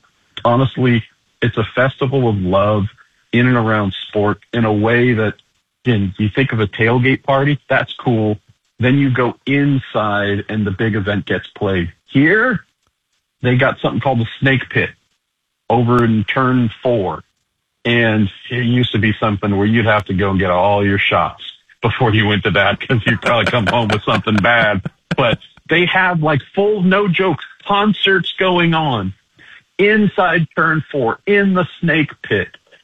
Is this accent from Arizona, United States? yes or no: no; California, United States; So I'm from Northern California, where the weather is pretty consistent and consistently beautiful.